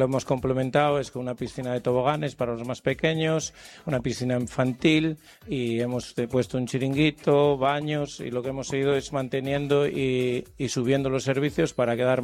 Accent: Vega de Espinareda, Castile and León, Spain; aquí a la comarca del Bierzo, a mi pueblo, Vega de Espinaleda, aquí a Favero del Bierzo también.

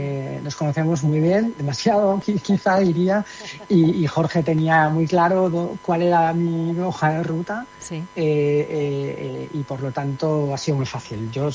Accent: Zaragoza, Aragon, Spain; Zaragoza no deja de ser mi pueblo.

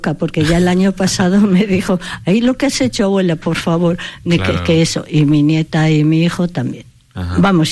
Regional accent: Medina del Campo, Castile and León, Spain; soy de Medina, nacida, criada y todo

